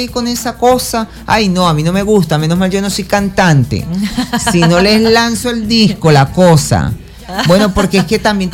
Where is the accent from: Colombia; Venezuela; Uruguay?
Venezuela